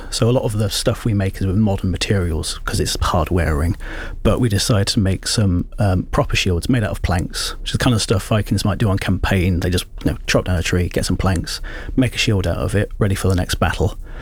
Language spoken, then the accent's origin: English; Rushden, East Midlands, United Kingdom; moved away as an adult; I grew up in Rushton, which is not a terribly inspiring place